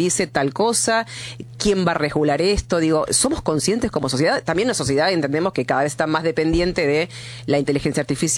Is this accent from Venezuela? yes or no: no; Argentina; nosotros como sociedad, como pueblo argentino